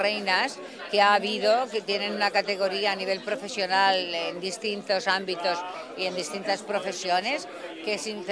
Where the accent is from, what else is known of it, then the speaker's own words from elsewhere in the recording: Region of Murcia, Spain; now in Madrid, Spain; pero yo soy murciana